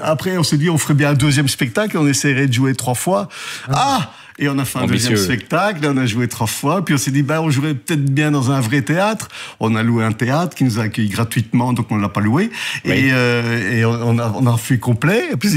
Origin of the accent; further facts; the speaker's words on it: Charleroi, Wallonia, Belgium; moved away as an adult; now in Carnières, Belgium; Je suis Carolo, mais j'habite dans la région du centre depuis 25 ans par amour. Donc j'ai émigré, j'ai fait 25 bornes, j'habite Carnières.